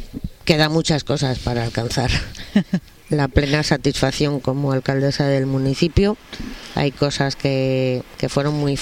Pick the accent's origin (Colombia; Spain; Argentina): Spain; Terán, Cantabria; born or raised there